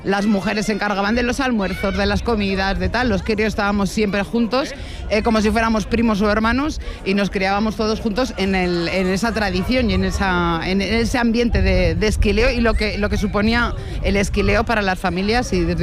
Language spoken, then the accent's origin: Spanish; Logroño, La Rioja, Spain; born or raised there; also born or lived in Brieva de Cameros